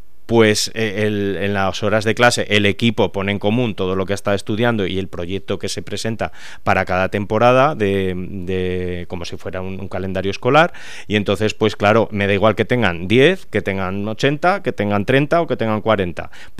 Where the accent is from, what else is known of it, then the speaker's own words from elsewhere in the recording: Aragon, Spain; now in Zaragoza, Spain; Cuando yo volví a Zaragoza hace 12 años, pues resulta que había personas que me pedían clase particular conmigo, como contratenor, como músico que soy, aragonés